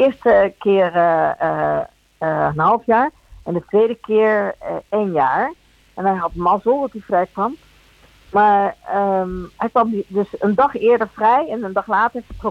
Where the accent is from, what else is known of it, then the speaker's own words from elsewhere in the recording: Gouda, South Holland, Netherlands; born there; Dutch is a second language; toen kwamen we eigenlijk in Gouda terecht.